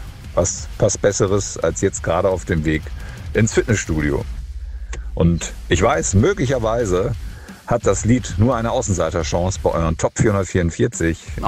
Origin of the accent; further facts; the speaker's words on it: Castrop-Rauxel, North Rhine-Westphalia, Germany; born there; gebürtiger Castrop-Rauxler